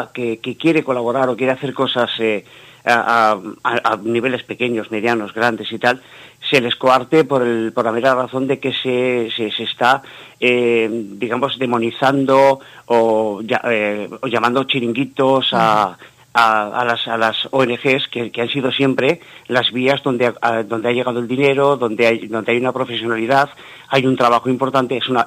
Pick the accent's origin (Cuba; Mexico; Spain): Spain; now in Zaragoza, Spain; yo soy español